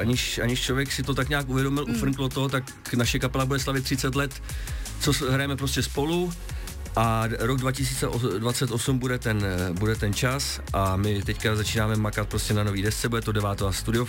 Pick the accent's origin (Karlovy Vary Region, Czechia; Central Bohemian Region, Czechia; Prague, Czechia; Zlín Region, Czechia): Central Bohemian Region, Czechia; Úvaly; u nás doma v Uvalech, my jsme kovaní Uvaláci, patrioti